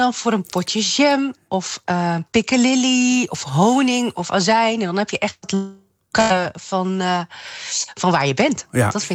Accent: Leeuwarden, Friesland, Netherlands; moved away; ik ben geboren en getogen in Leeuwarden.

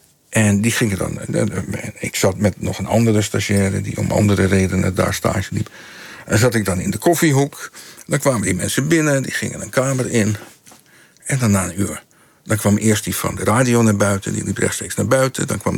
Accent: Netherlands; born there; Ja, want ik ben in Nederland geboren.

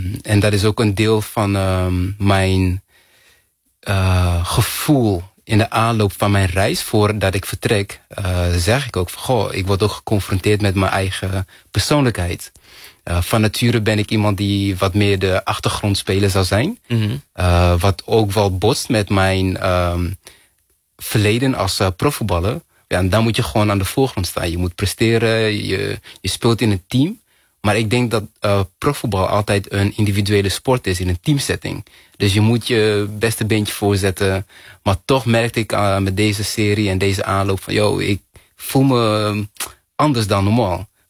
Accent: Rwanda; born there; now in Netherlands; Ik ben geboren in Rwanda. Maar kan Rwanda ook meer zijn dan alleen mijn verleden?

